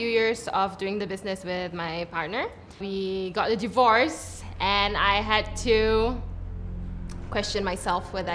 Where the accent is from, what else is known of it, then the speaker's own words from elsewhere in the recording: Kuala Lumpur, Malaysia; I am from Kuala Lumpur, Malaysia, and I am a carpenter and entrepreneur.